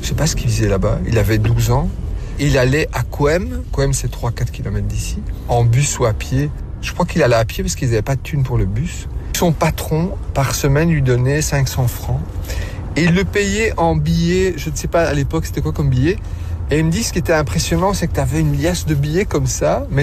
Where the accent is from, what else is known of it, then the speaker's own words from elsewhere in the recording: Belgium; Mes parents, ils sont italiens, ça c'est sûr. Comme moi, je suis italien, mais je suis belge aussi, tu comprends ?